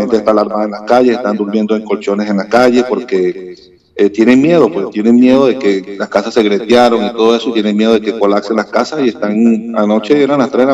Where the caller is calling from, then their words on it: Caracas, Capital District, Venezuela; Yo sabes que yo vivo en Caracas